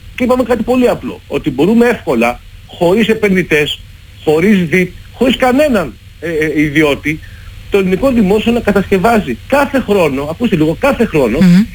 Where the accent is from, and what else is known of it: Greece